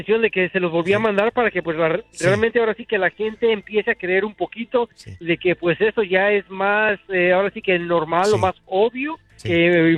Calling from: Chicago, Illinois, United States; Hablo de Chicago.

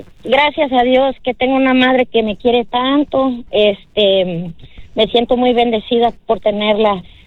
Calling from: Chicago, Illinois, United States; Soy de Chicago

